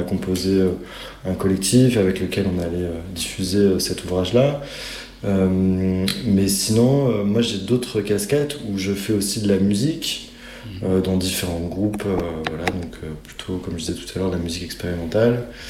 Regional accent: Grenoble, Auvergne-Rhône-Alpes, France; now in Strasbourg, France

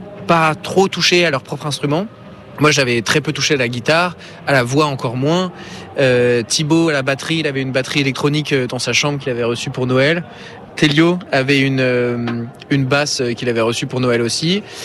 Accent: Strasbourg, Grand Est, France; Donc, on vient de Strasbourg.

